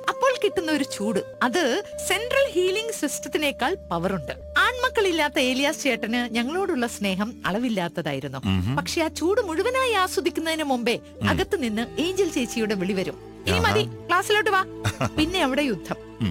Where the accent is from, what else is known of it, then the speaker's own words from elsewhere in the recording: Kerala, India; മൂന്നാറിനോടടുത്തുള്ള ഇരുട്ടുകണം എന്ന സ്ഥലമാണ് എന്റെ ജന്മനാട്. മൂന്നാറിനോട് ചേർന്ന പ്രദേശമായതുകൊണ്ട് രാവിലെ പുറത്തിറങ്ങുമ്പോ തണുപ്പ് വെറും തണുപ്പല്ല, പല്ലുകൾ തമ്മിൽ മത്സരിച്ച് കൂട്ടിയിരിക്കുന്ന തണുപ്പ്.